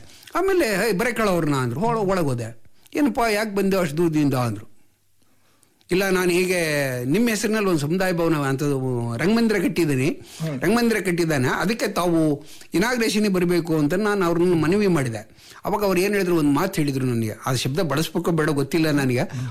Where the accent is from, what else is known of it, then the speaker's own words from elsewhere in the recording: Kattige, Karnataka, India; ಯಾಕೆ ಅಂದ್ರೆ ನನ್ನ ಊರು ಕತ್ತಿಗೆ ಇದೆಯಲ್ಲ, ಕತ್ತಿಗೆ ನಿಜವಾಗ್ಲೂ ಸಹ ಅದು ಒಬ್ಬ ಪಾಳೆಗಾರನ ನೆಲೆಸಿದಿರ್ತಕ್ಕಂಥ ಗ್ರಾಮ ಅದು.